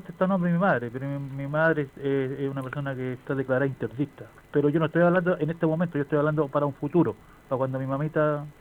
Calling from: Chile; De la parte alta de Villamar de Aguasanta.

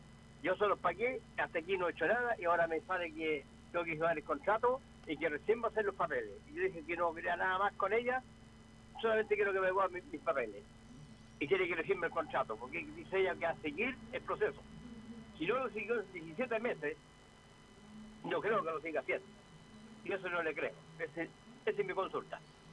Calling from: Placilla, Valparaíso, Chile; Hola, soy de acá, de Placilla.

